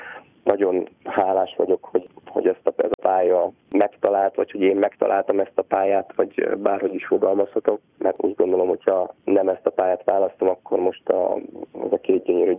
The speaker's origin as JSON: {"language": "Hungarian", "town": "Zánka", "region": "Veszprém County", "country": "Hungary", "tie": "born or raised there", "also_born_or_lived": "Tapolca", "said": "én 83-ban születtem Tapolcán, és Zánkán gyerekeskedtem"}